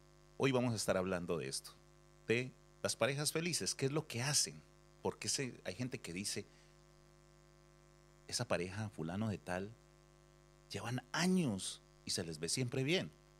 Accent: Cartago, Valle del Cauca, Colombia; él era de mi tierra, de Cartago Valle, Colombia

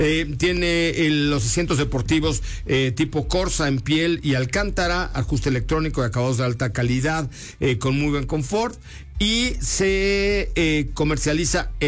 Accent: Mexico City, Mexico; born there; italiano sí, porque nací en la colonia Roma. Y soy inglés porque nací en la clínica Londres.

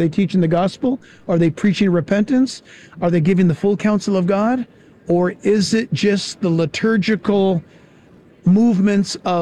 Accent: California, United States; Thank you for saying that, because I hail from California.

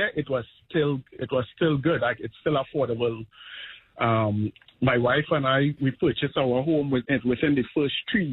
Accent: Trinidad & Tobago; now in United States; Trinidad and Tobago.

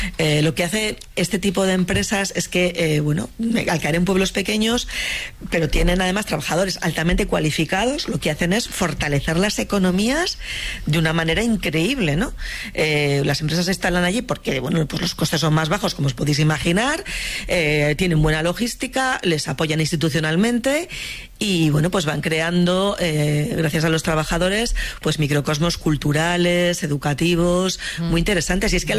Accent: Castile and León, Spain; now in Germany; Que muchas veces yo, que soy de Castilla y León, bueno, pues ves a pueblos muy pequeñitos

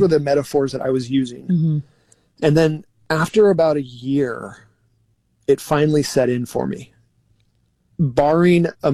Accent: Orange County, California, United States; born there; moved away as an adult; also born or lived in San Luis Obispo; I had grown up in a congregation that I loved, but I moved away from there. Mm. And I moved up from Orange County to San Luis Obispo

